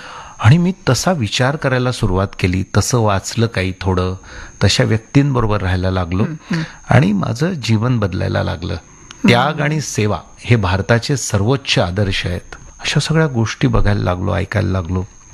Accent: Erandol, Maharashtra, India; माझं मूळ गाव एरंडोल, जळगाव जिल्ह्यातलं, आणि मध्यमवर्गीय कुटुंब.

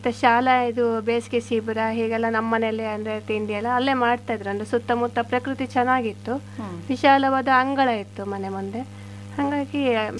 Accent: Uluve, Karnataka, India; ನಾನು ಮೂಲತಃ ಶೃಂಗೇರಿ ತಾಲೂಕಿನ ಉಳುವೆ ಎಂಬ ಊರಿನವಳು. ನನ್ನ ಬಾಲ್ಯ ಎಲ್ಲ ಅಲ್ಲೇ ಕಳೆದಿದ್ದು.

